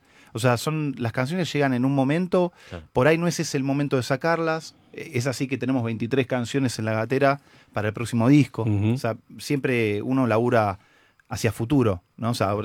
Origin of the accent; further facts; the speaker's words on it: Buenos Aires Province, Argentina; nosotros somos de Oestelandia